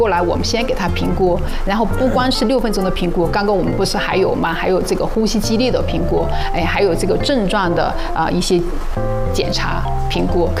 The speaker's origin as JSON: {"language": "Chinese", "region": "Sichuan", "country": "China", "said": "比如说我们四川人喜欢吃辣，"}